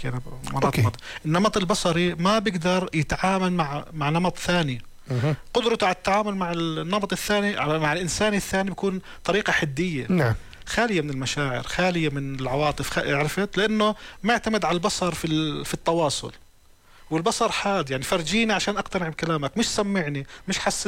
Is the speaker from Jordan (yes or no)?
yes; Jordan; شوف، انا بالاردن انا شفت